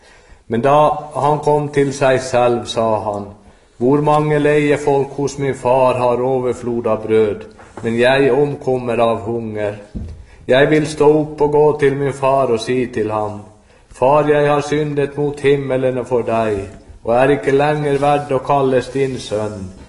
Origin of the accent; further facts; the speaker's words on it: Alta, Finnmark, Norway; så kommer jeg fra Alta, fra den leste av de ankeverket.